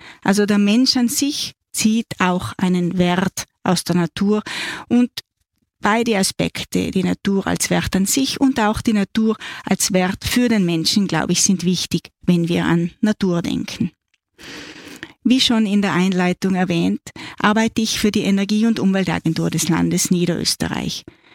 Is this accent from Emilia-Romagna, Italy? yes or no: no; Trentino-Alto Adige, Italy; now in Austria; Ich bin Südtirolerin, lebe aber nun seit über 35 Jahren in Österreich